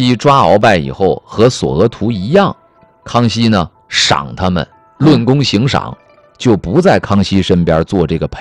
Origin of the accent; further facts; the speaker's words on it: China; 我们中国人